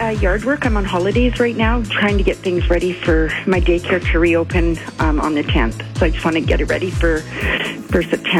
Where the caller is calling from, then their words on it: Nanaimo, British Columbia, Canada; Nanaimo, BC.